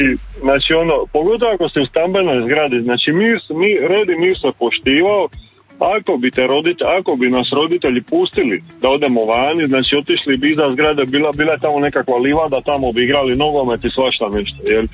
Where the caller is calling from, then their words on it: Zadar, Zadar County, Croatia; Lipi pozdrav iz Zadra.